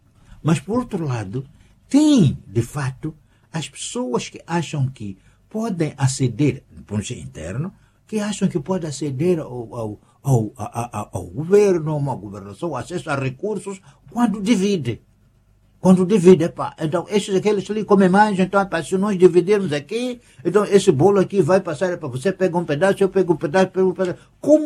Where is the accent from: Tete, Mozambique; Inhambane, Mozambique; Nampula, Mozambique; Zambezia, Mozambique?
Inhambane, Mozambique; eu sou de Inhambane, falo Xitsua, eu sou misto de Bitonga e Matra, sim senhora, eu pertenço àquela